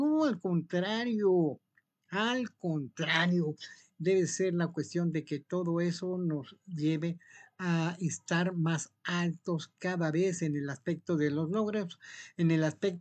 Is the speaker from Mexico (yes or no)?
yes; Mexico; todos los que somos mexicanos